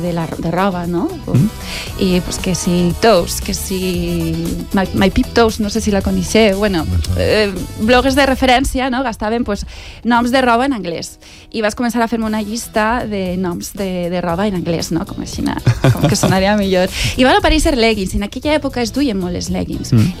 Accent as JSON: {"language": "Catalan", "town": "Alcoy", "region": "Valencian Community", "country": "Spain", "said": "Jo sóc alcoiana, tinc casa al Coi, casa dels meus pares."}